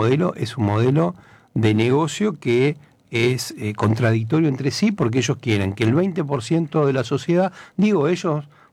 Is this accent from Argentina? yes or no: yes; Argentina; nosotros somos República Argentina